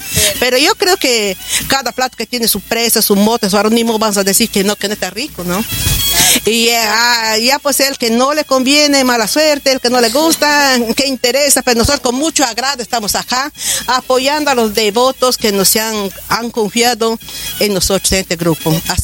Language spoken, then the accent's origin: Spanish; Cuñumbuque, San Martín, Peru; A nivel de mi pueblo, mi Cuñumbuque, dependemos de Lamas.